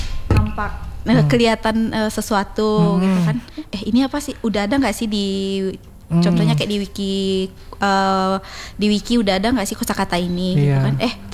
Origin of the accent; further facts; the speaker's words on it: Batusangkar, West Sumatra, Indonesia; kalau menurut orang, kalau aku dari Batu Sangkar ya, lita itu tuh lapar gitu.